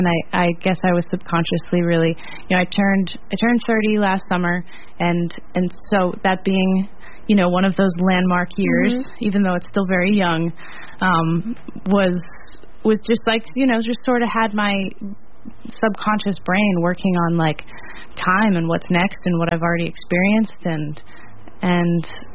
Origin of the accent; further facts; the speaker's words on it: Pittsburgh, Pennsylvania, United States; my hometown Pittsburgh